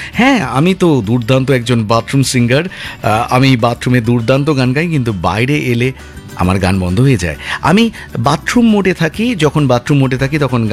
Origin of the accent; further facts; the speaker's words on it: Kolkata, West Bengal, India; আমার বাড়ি কলকাতায়।